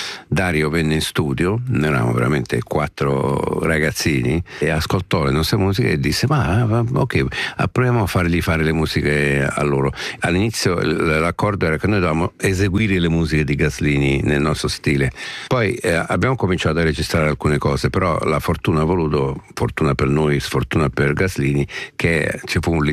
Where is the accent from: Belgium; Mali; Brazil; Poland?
Brazil; Italian is a second language; now in Italy; Ho detto: ma guarda, io sono brasiliano, quindi ce l'ho nel sangue.